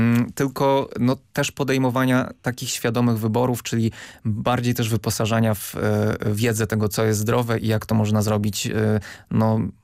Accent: Lublin Voivodeship, Poland; Ja pochodzę z niedużego miasta na Lubelszczyźnie i tam są siłownie na świeżym powietrzu.

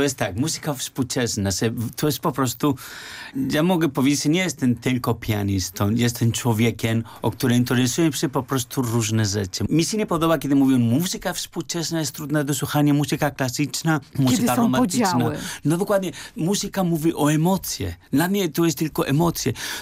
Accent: Agoncillo, La Rioja, Spain; Polish is a second language; now in Poland; Dlatego przyjechałem z Hiszpanii do Polski. Ja urodziłem się w takiej bardzo małej miejscowości, o której się nazywa Agoncillo, to jest moja wieś.

